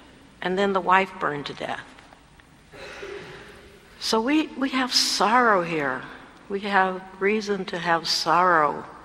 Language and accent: English; the South, United States; I grew up in the South where every white man was just like Donald Trump.